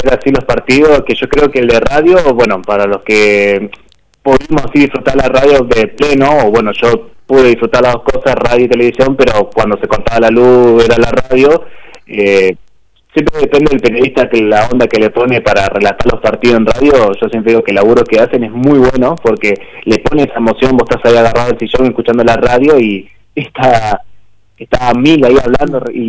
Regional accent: Argentina; nos ha unido como argentinos, como así, como familia.

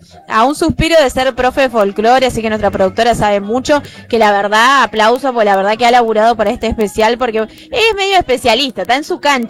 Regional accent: Argentina

